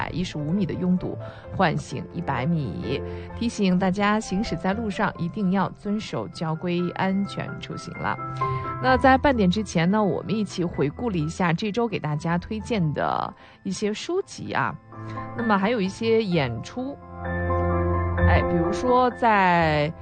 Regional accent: China

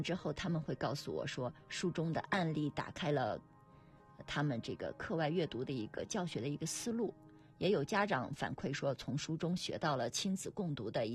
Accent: Shaanxi, China; 我们安塞

